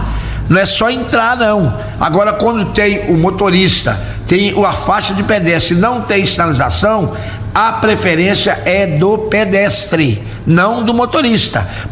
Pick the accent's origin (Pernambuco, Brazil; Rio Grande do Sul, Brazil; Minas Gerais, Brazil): Minas Gerais, Brazil; aqui para nossa região